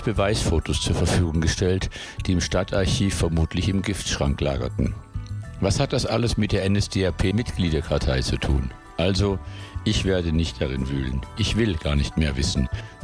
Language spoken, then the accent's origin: German; Villingen-Schwenningen, Baden-Württemberg, Germany; Ich habe für den SWR einen Film gemacht über die Judenbuche in meinem Heimatort Villingen-Schwenningen.